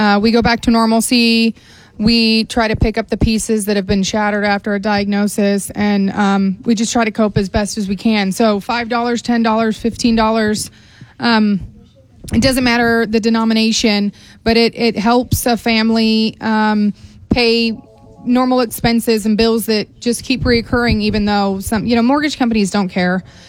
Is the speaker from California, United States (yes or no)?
yes; San Diego, California, United States; You know, we came from San Diego, we came from California, so we didn't have a lot of family here